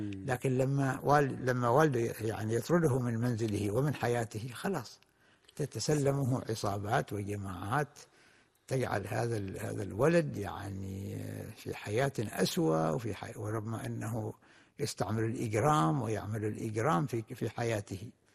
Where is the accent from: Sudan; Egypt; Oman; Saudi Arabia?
Oman; مثلا عندنا في عمان تجد الواحد أين يذهب، يعني البلد كلها متكاتفة وكلها متعاونة وكلها متعارفة،